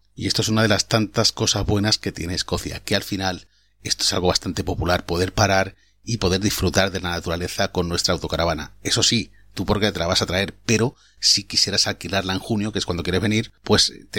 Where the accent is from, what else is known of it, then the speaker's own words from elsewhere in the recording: Valencia, Valencian Community, Spain; now in Edinburgh, United Kingdom; yo soy de Valencia